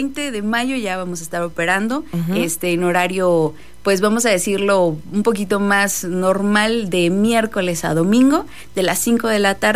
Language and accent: Spanish; San Juan de la Vaquería, Coahuila, Mexico; yo vengo de San Juan de la Vaquería